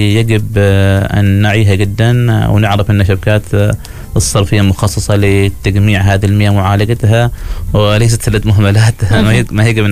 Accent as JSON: {"language": "Arabic", "country": "Oman", "said": "الموجودة عندنا في سلطنة عمان."}